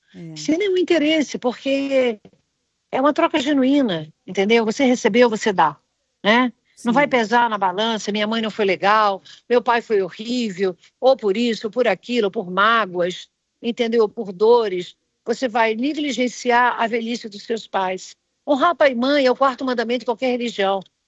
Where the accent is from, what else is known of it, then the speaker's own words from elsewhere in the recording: Rio de Janeiro, Brazil; o Rio de Janeiro, então, que eu venho da cidade do Rio de Janeiro, é um desrespeito tremendo, sabe?